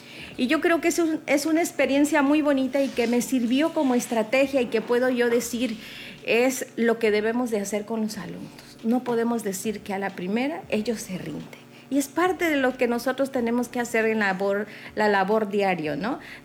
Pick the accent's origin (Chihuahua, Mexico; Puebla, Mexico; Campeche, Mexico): Campeche, Mexico; Palizada; soy originaria de Palizada